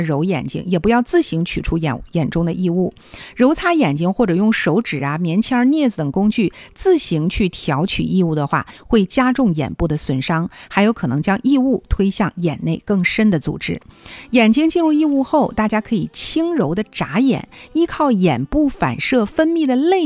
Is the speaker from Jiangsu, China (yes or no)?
no; Harbin, Heilongjiang, China; 我们哈尔滨人